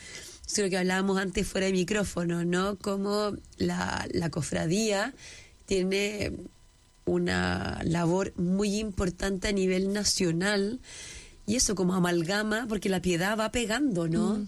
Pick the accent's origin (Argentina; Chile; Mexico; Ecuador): Chile